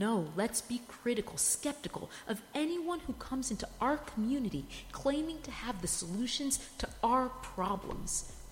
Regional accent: Cap-Haïtien, Nord, Haiti; my hometown, Cap-Haïtien.

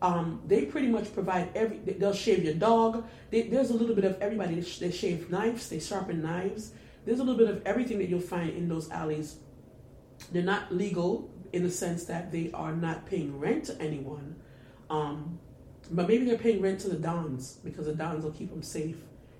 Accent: Brooklyn, New York, United States; I am coming from Flatbush, a girl from Brooklyn who saw people just rent a 13-passenger van from a company and start a dollar van business

